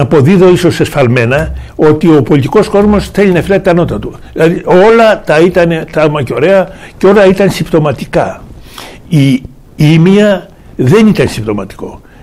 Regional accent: Peloponnese, Greece; born there; στην πατρίδα μου έχουμε μία λίμνη, η Τάκα.

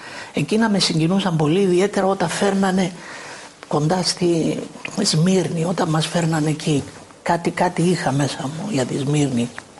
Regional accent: Agia Varvara, Nicosia District, Cyprus; moved away as an adult; now in Greece; Γεννήθηκα στην Αγία Βαρβάρα Λευκοσίας, Κύπρου. Είναι ένα μικρό χωριό, 13-14 χιλιόμετρα περίπου, έξω από τη Λευκοσία.

